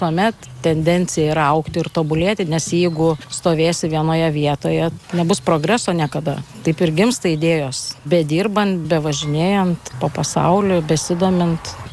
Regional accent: Kaunas, Kaunas County, Lithuania

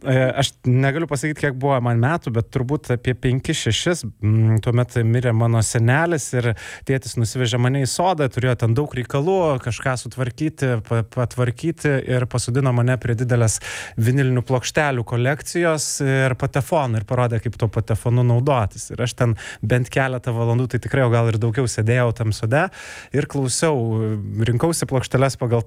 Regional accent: Vilnius, Vilnius County, Lithuania; Aš gyvenau pirmuosius savo gyvenimo metus Fabijoniškėse Vilniuje, paskui Antakalnį gyvenau ir tada persikrausčiau į Lazdynus ir ten Lazdynuose nuo trečios klasės gyvenau ir užaugau ir pabaigiau mokyklą Lazdynų rajone.

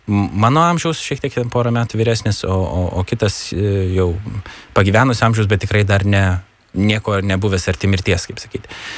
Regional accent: Mažeikiai, Telšiai County, Lithuania; mano gimtajame mieste Mažeikius

